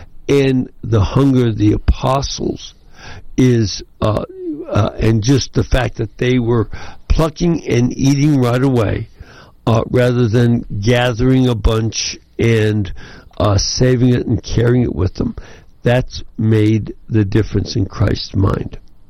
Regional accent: Chicago, Illinois, United States; When I grew up in Chicago, the stores were all closed on Sunday.

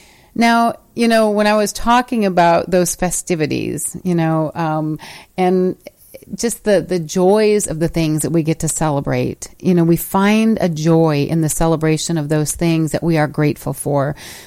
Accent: United States; we as American citizens

